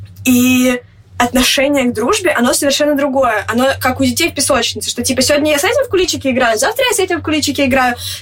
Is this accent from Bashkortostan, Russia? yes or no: no; Moscow, Russia; now in Zagreb, Croatia; мне 16 лет, я из Москвы и сейчас живу в Загребе. Это столица Хорватии, солнечной летней страны